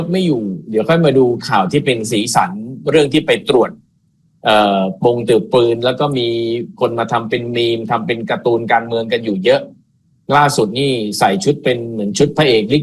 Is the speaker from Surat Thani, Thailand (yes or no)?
no; Nonthaburi, Thailand; เป็นคนนนทบุรีโดยกำเนิดอยู่ที่นนทบุรีมากว่า50ปีน้ำท่วมมา3รอบ